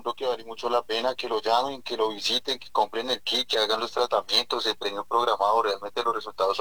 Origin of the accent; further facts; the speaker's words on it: Armero Guayabal, Tolima, Colombia; now in Soacha, Colombia; vivo, soy de Armero Guayabal, del norte de Tolima, profesor, me vine para acá, para Soacha, hace ya varios años